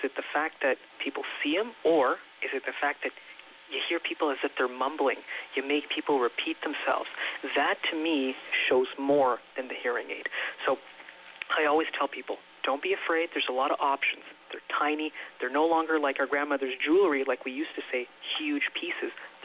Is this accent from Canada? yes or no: yes; Châteauguay, Quebec, Canada; moved away as an adult; now in Cornwall, Canada; I'm actually from Quebec near Chateauguay, right next to Ganawage.